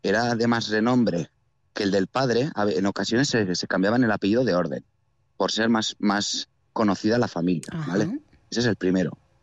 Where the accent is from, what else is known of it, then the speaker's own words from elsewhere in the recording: Navarre, Spain; de ahí venimos todos los de que somos de Navarra … venimos de ahí, de Lodosa.